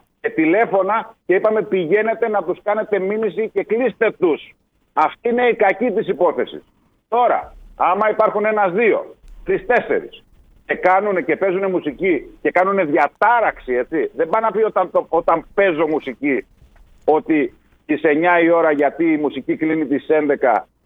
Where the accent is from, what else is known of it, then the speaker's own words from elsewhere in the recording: Corfu, Ionian Islands, Greece; σεβόμαστε την Κέρκυρα, σεβόμαστε το νησί μας